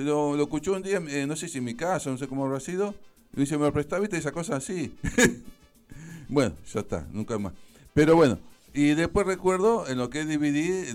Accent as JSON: {"language": "Spanish", "town": "Lobería", "region": "Buenos Aires Province", "country": "Argentina", "tie": "born or raised there", "moved": "yes", "said": "la nostalgia de mi pueblo en Lobería."}